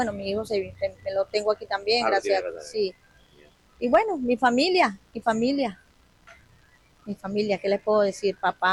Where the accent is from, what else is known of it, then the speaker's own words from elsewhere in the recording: Venezuela; moved away as an adult; now in Ecuador; Le cuento que yo salí de Venezuela no tanto por situación país, sí lo puedo decir con toda dignidad. Salí más que todo es a visitar a mi nieta que vivía aquí. Y me quedé.